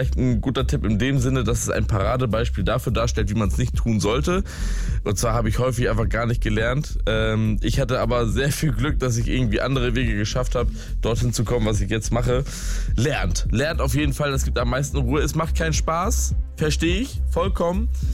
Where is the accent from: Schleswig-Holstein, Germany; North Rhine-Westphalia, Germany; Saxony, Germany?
Schleswig-Holstein, Germany; Lübeck; born there; denn ich komme ja gebürtig aus Lübeck, aus Norddeutschland